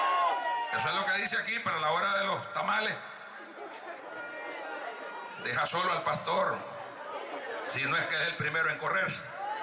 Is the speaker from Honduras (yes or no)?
yes; Honduras; moved away; porque yo soy hondureño.